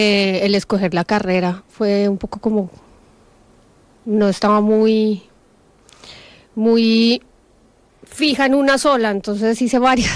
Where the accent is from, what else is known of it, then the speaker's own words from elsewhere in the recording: Bogotá, Bogotá Capital District, Colombia; moved away as an adult; Yo soy de Bogotá, Colombia.